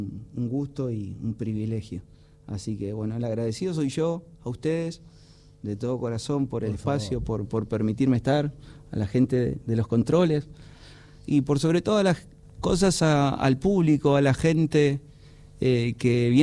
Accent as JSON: {"language": "Spanish", "country": "Argentina"}